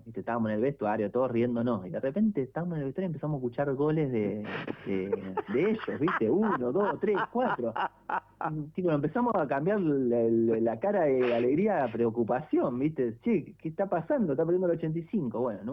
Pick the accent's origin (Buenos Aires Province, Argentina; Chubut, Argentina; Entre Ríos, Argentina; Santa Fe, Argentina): Buenos Aires Province, Argentina; Villa Sarmiento; also born or lived in Ciudadela; Yo soy de Villa Sarmiento, esos partidos de Morón